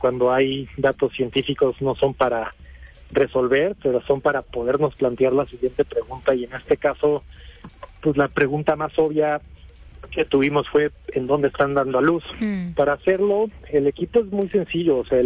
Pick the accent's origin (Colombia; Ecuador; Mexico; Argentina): Mexico; aquí en México, pues es algo que como mexicanos nos corresponde, ¿no?